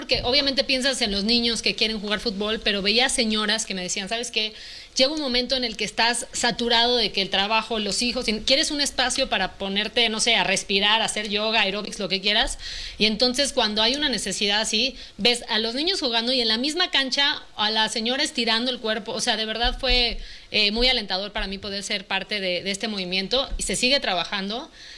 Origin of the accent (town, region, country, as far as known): Mexico